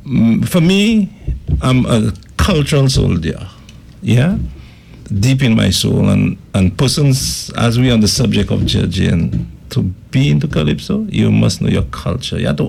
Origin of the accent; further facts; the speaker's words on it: Soufrière, St. Lucia; born there; also born or lived in Castries; I'm from Soufra. I love Soufra. I did all my schooling years in Castries. Attended Methodist Primary, Castries Comprehensive